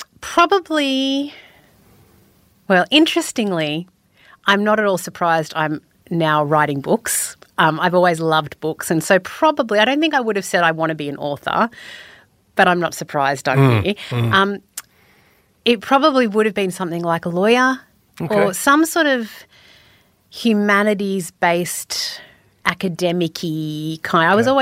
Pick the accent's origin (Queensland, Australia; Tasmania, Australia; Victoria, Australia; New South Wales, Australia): New South Wales, Australia; Sydney; I grew up in Sydney. So I'm a Sydney girl, born and bred in what I thought was the eastern suburbs of Sydney.